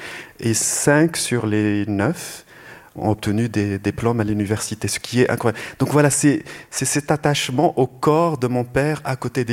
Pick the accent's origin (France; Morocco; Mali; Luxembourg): Morocco; Rabat, Rabat-Salé-Kénitra; born there; À l'hôpital d'Avicenne à Rabat.